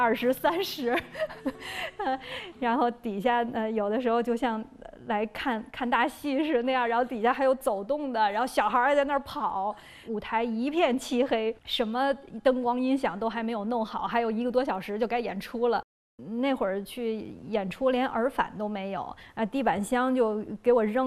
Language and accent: Chinese; Beijing, China; 我作为一个北京人